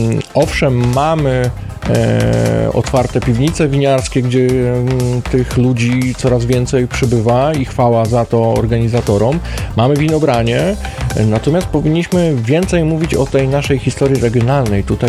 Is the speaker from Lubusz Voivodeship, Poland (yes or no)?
yes; Zielona Góra, Lubusz Voivodeship, Poland; ja zawsze mówię, że jestem z Zielonej Góry